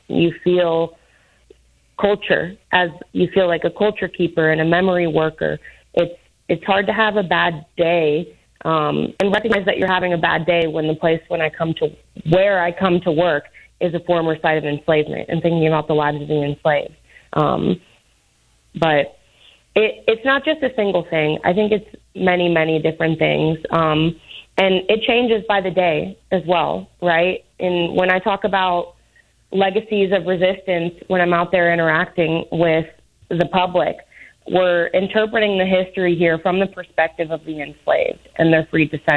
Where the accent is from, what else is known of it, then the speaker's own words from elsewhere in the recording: South Carolina, United States; also born or lived in Minnesota; I'm Minnesota born, South Carolina raised, and I'm a proud Puerto Rican. So I'm the first generation of my family.